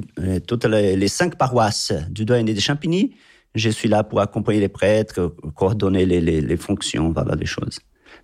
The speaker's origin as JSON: {"language": "French", "town": "Anápolis", "region": "Goiás", "country": "Brazil", "tie": "born or raised there", "second_language": "French", "said": "C'est gigantesque. Je viens du centre. Ma ville s'appelle Anápolis. C'est proche à Brasília, la capitale."}